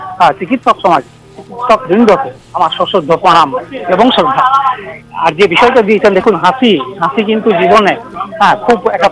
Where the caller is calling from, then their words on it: Dubrajpur, West Bengal, India; হ্যাঁ, আমি পশ্চিমবঙ্গের বীরভূম জেলার দুবরাজপুর থেকে